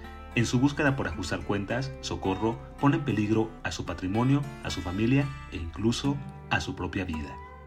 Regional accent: Mexico; esos resentimientos que como mexicanos tenemos siempre guardando y arrastrando.

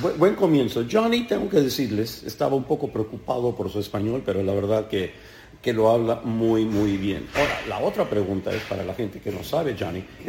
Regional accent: Mexico City, Mexico; yo me crié ahí, en la Ciudad de México.

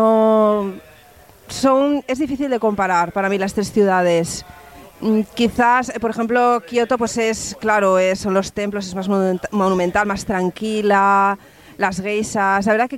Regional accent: Catalonia, Spain; Bueno, somos catalanes, ¿no?

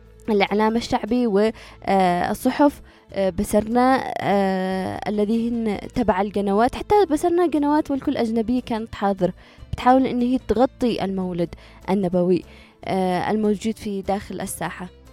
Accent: Sanaa, Amanat Al Asimah, Yemen; عندنا في صنعاء

